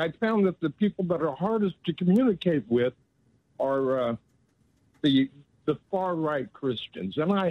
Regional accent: Kansas, United States; Now, I'm from Kansas, which is the heart of the nation and a hotbed of Republicans.

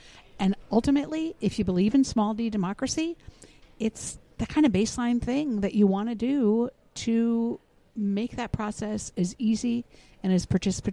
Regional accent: Oregon, United States; I'm from Oregon

